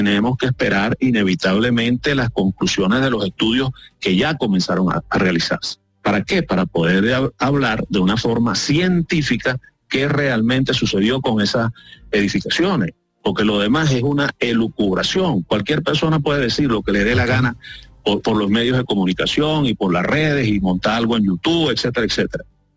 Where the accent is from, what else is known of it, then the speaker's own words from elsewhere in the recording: Venezuela; Entonces, desde el punto de vista como venezolano, ya les estoy diciendo, nuestro trabajo lo estamos realizando aquí